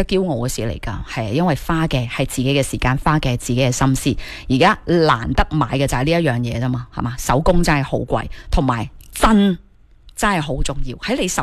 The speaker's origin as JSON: {"language": "Cantonese", "region": "Guangdong", "country": "China", "said": "我哋广东人肯定系认身会陈皮嘅，"}